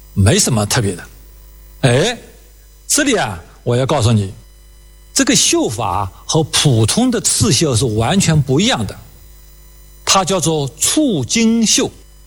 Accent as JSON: {"language": "Chinese", "country": "China", "said": "我们中国人"}